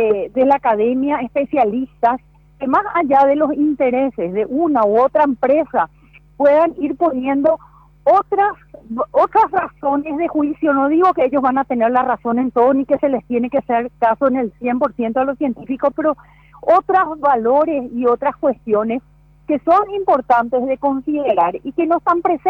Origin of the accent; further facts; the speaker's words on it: Chaco, Paraguay; Yo también soy chaqueña